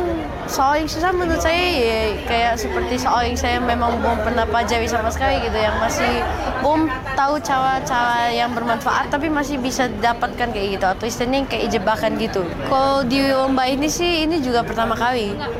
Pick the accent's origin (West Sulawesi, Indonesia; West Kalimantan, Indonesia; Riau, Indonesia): Riau, Indonesia; Pekanbaru; kelas 6 di SD Witama Nasional Pusikan di Pekanbaru. Saya dari Riau.